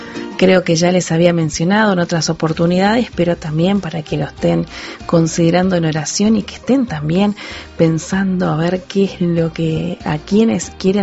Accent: Uruguay; que estaremos de aniversario aquí en Uruguay

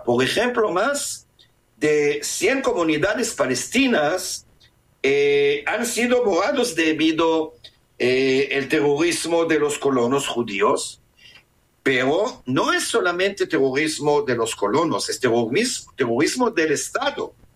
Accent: Israel; Spanish is a second language; Yo soy el único israelí que podía entrar

